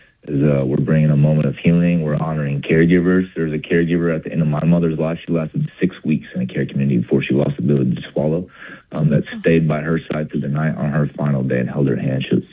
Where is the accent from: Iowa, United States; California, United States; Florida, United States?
Iowa, United States; now in Nashville, United States; I was in Nashville. I've been there for a couple of years. I grew up in Northeast Iowa, so he called from there.